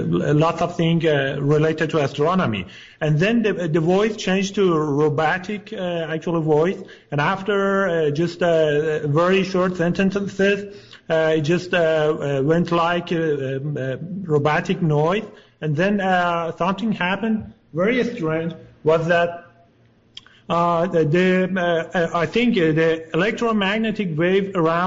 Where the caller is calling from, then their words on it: Los Angeles, California, United States; Actually, I'm in Los Angeles.